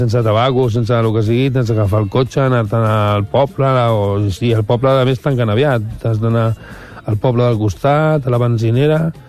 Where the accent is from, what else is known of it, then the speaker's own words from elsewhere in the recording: Barcelona, Catalonia, Spain; sí, tot soc del Raval de tota la vida, els meus avis, els meus besavis també.